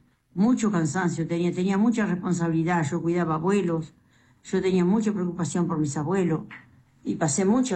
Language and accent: Spanish; Tacuarembó, Uruguay; Soy de acá de Tacuarembó, sí.